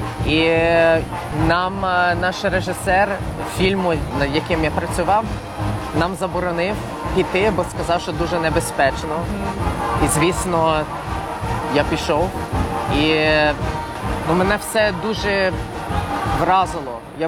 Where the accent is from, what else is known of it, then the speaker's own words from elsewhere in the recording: Canada; born there; Ukrainian is a second language; also born or lived in Lviv; я жив в Львові декілька років, але я взагалі народився в Канаді.